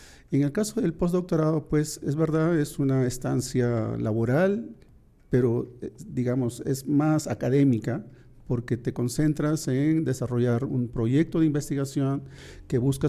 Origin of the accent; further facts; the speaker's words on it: Peru; moved away as an adult; now in La Piedad, Mexico; yo soy, digamos, del Perú, vengo a México con esta posibilidad de hacer los posgrados